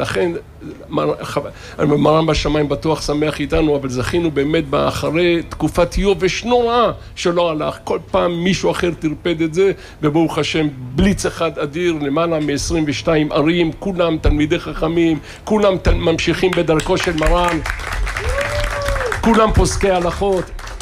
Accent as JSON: {"language": "Hebrew", "town": "Bat Yam", "region": "Tel Aviv District", "country": "Israel", "said": "אני מדבר עוד לפני 50 ו-60 שנה, אנחנו בת ימים, אתם יודעים כמה מרן הקדיש בשביל להביא רבנים לבת ים?"}